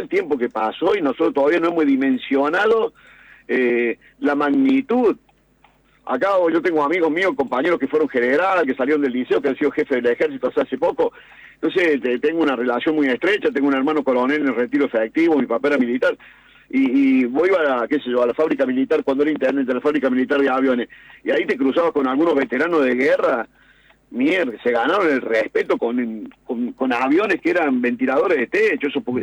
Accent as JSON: {"language": "Spanish", "country": "Argentina", "said": "lo jodido que somos los argentinos."}